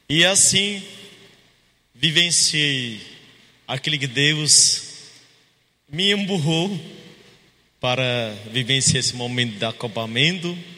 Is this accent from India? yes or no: yes; India; moved away as an adult; now in Campo Grande, Brazil; Eu sou indiano, missionários.